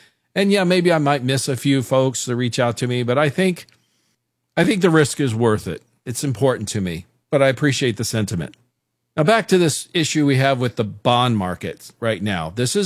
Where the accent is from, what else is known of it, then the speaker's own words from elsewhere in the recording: Kansas City, Missouri, United States; born there; I'm like, "No, I was born in Kansas City, Missouri." So I'm as American as it comes, but I am half Hungarian, my dad's heritage, something I'm proud of.